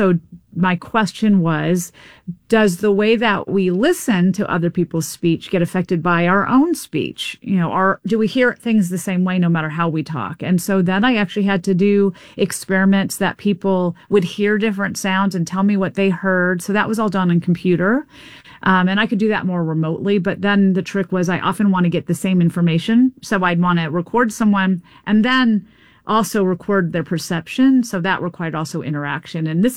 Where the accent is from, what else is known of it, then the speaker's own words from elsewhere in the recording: the South, United States; And I grew up in the South, an urban area of the South.